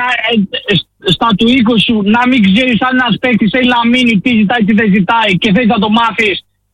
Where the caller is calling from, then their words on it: Marousi, Attica, Greece; εγώ από Αθήνα παίρνω Μαρούση